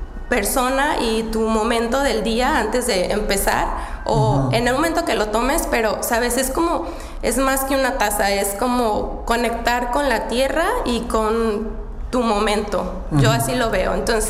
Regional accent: Mexico; now in Czech Republic; también en especial cuando saben que soy mexicana.

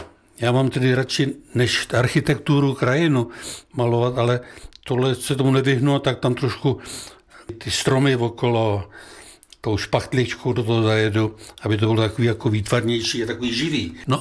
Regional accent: Senožaty, Vysočina Region, Czechia; moved away as an adult; now in Vlašim area, Czech Republic; Já jsem z Vysočiny, předhůří Vysočiny, kraj Zálesí, Želivky, Humpolecko a tam je ta moje rodná obec Senožaty.

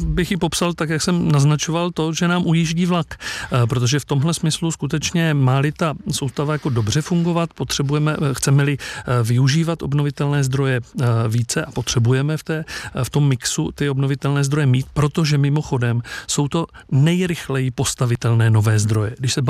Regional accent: South Moravian Region, Czechia; já, protože jsem z Jižní Moravy

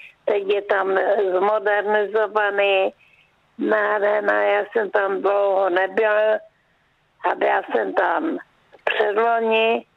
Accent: Olomouc Region, Czechia; A Váchy, to je moje rodiště, naše se přestěhovali po válce 45. na Jeseníky, tak jsem tam vyrůstala.

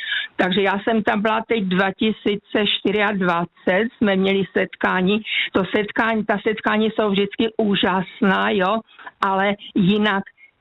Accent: Ostrava, Moravian-Silesian Region, Czechia

